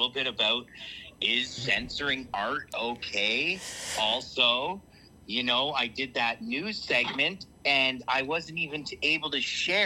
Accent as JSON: {"language": "English", "town": "Hamilton", "region": "Ontario", "country": "Canada", "said": "I'm an artist from Hamilton, Ontario."}